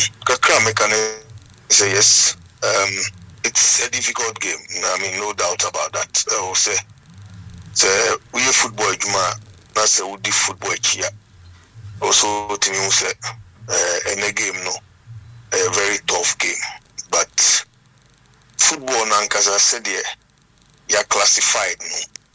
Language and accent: English; Ghana; as a Ghanaian